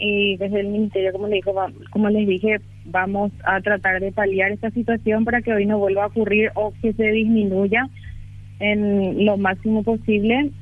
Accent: Luque, Central, Paraguay; Sí, yo también soy de Luque.

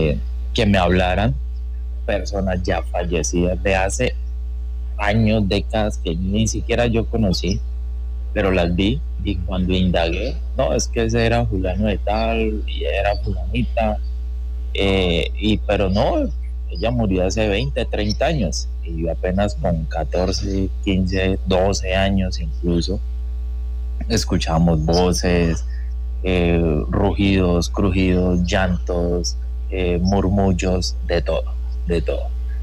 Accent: Casanare, Colombia; Yo desde niño, yo soy oriundo del Casanare. En Casanare hay muchas historias, mitos y leyendas y demás

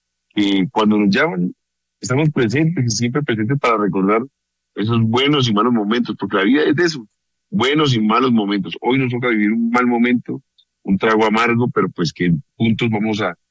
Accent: Colombia; de Cali, Valle, de la costa Barranquilla o del interior Bogotá. No, aquí somos todos colombianos.

